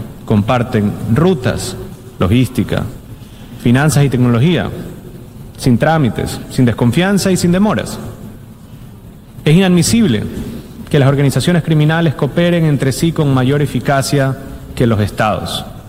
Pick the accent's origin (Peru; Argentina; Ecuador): Ecuador